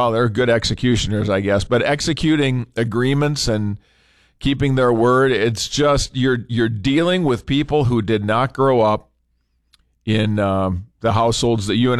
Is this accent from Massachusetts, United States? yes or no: no; Minnesota, United States; born there; now in Fargo, United States; northern Minnesota, my home state.